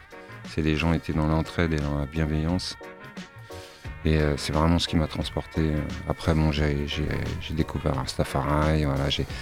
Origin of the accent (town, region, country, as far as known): Île-de-France, France